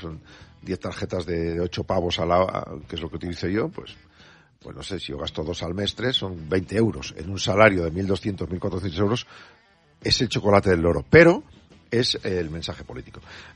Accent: Soria, Castile and León, Spain; que irse a otra provincia, a Soria, mi tierra, a Burgos

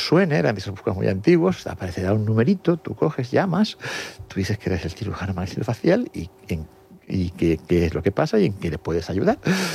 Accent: Canary Islands, Spain; also born or lived in Madrid; como estudiaba, como todo canario que va a estudiar a Madrid, pues muchos de ellos estudian en colegios mayores.

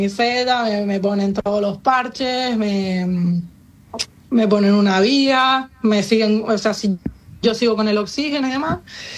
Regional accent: Lanzarote, Canary Islands, Spain; Lanzarote, pero y demás.

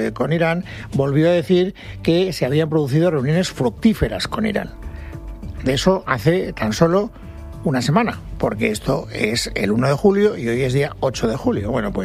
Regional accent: Spain; pues vivimos en España, somos españoles y lo que pueda pasar con nuestro país es prioritario.

